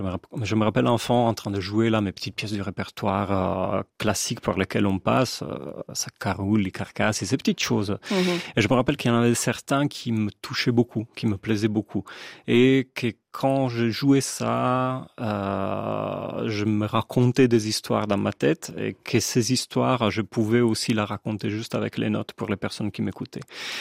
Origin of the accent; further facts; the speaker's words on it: Como, Lombardy, Italy; moved away as an adult; now in Switzerland; je suis italien. Je viens de Como. Ma ville natale est Como, où j'ai vécu jusqu'à mes 25 ans avant d'aménager ici en Suisse romande. Donc, la grande partie de mes études a été faite là-bas, à Como. J'ai fait l'université à Milano.